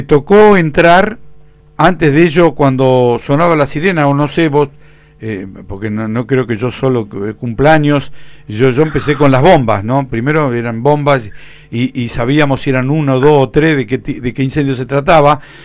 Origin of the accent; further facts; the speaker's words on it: Ingeniero White, Buenos Aires Province, Argentina; now in Bahía Blanca, Argentina; Para quienes crecimos, para quienes nacimos y nos desarrollamos en Ingeniero Guay, no es una institución más.